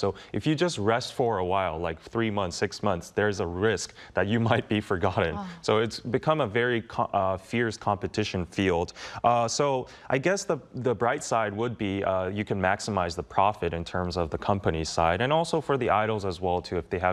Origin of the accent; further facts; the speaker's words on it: Busan, South Korea; as it's my hometown